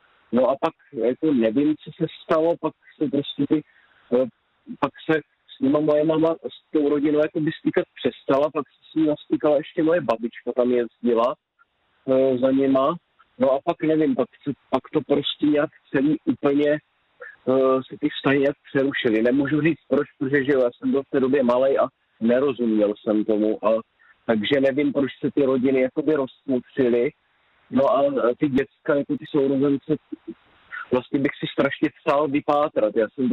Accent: Brno, South Moravian Region, Czechia; my jsme byli z Brna a oni byli z Vysokého Mýta.

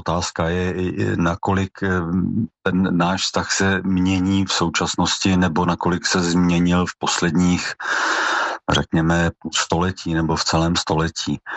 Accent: Třeboň, South Bohemian Region, Czechia; Vyrůstal jsem v paneláku v Třeboni, pod sebou jsem měl celý svět.

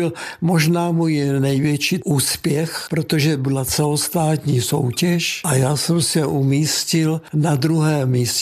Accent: Hradec Králové, Hradec Králové Region, Czechia; A jsem rád, že jsem nakonec zakotvil ve svém rodném městě Hradci Králové

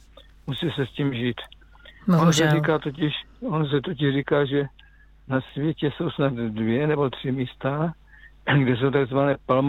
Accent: Žeravice, South Moravian Region, Czechia; also born or lived in Kopřivnice; já jsem teda z Kopřivnice, ale vyrůstal jsem v Žeravicích, takže to je 6 km od Bzence.

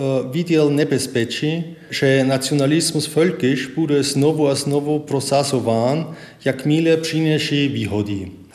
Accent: Austria; původem jsem z Rakouska

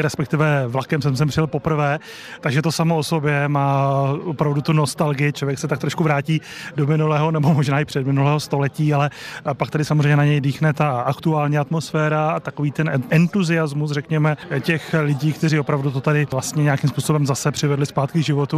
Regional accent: Třebíč, Vysočina Region, Czechia; já jsem vyrůstal v Třebíči, což je trať Brno Jihlava

